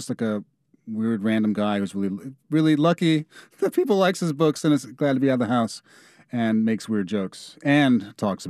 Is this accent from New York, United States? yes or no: yes; New York, United States; And I grew up in New York in the 80s